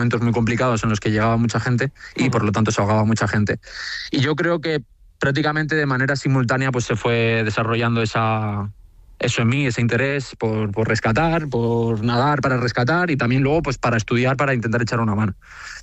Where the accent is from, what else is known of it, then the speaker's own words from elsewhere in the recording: Canary Islands, Spain; also born or lived in San Sebastián; Yo me crié en Fuerteventura, soy de Donostiarra, pero me crié en Fuerteventura.